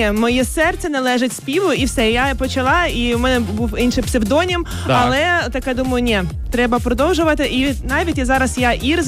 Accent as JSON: {"language": "Ukrainian", "town": "Donetsk", "region": "Donetsk Oblast", "country": "Ukraine", "tie": "born or raised there", "said": "це родом з Донецького. Родом з Донецького"}